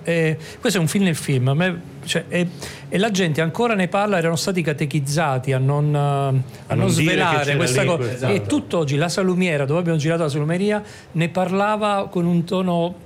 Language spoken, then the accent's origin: Italian; Campania, Italy; non perché sono molisano, sono cilentano